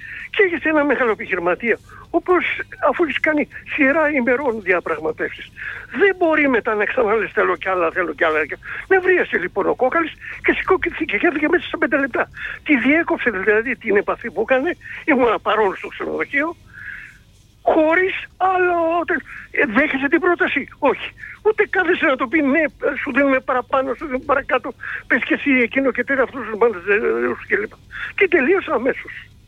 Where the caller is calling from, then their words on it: Attica, Greece; από τα Βόρεια Προάστια.